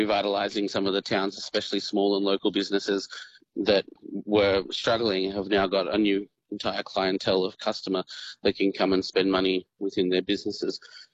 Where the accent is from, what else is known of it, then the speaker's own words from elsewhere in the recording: Australia; As an Aussie born and bred, I would say, you know, when we can speak six or seven different languages